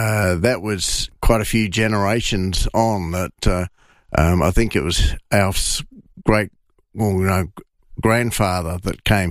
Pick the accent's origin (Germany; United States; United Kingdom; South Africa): United Kingdom; Yorkshire and the Humber; We are English, yes, yeah, from basically sort of around Yorkshire way.